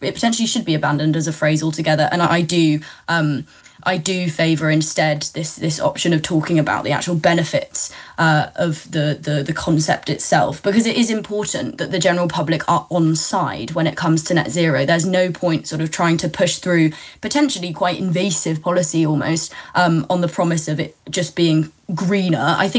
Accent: United Kingdom; first language English; Brits is that we're so shockingly monolingual.

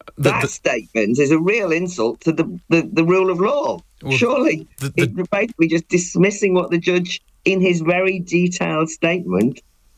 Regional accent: United Kingdom; I mean, I do think that what we used to have was a sense that, well, we're all British and we can disagree.

